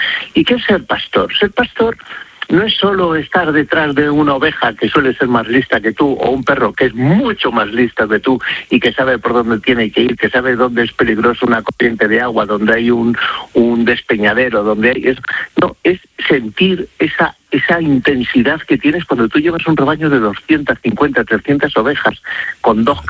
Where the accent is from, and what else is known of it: Castile and León, Spain; born or raised there